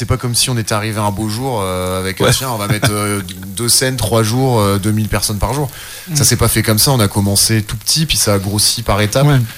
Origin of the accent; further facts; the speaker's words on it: Bourlon, Hauts-de-France, France; moved away; moi je suis de Bourlon, donc j'ai encore toute la famille là-bas et tout, j'y vais souvent